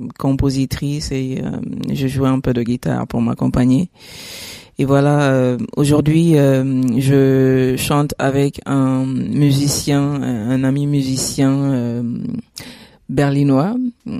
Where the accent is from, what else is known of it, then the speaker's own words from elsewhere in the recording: Mali; now in Halle, Germany; je viens du Mali.